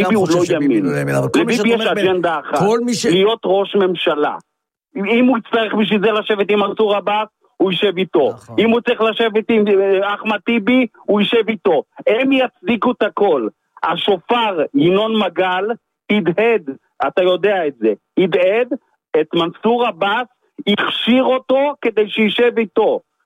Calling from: Rishon LeZion, Central District, Israel; אני מראשון לציון

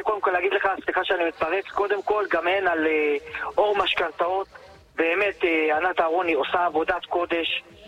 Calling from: Holon, Tel Aviv District, Israel; מחולון, אני בן 43, אני עובד בסוכנות רכבים.

